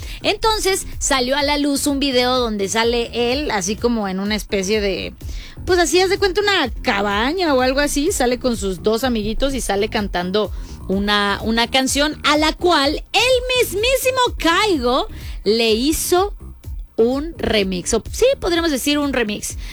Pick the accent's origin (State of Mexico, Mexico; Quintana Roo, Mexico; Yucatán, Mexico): Quintana Roo, Mexico; Cancún; Yo soy de Cancún y mucho tiempo el Atlante, la casa del Atlante estuvo en Cancún.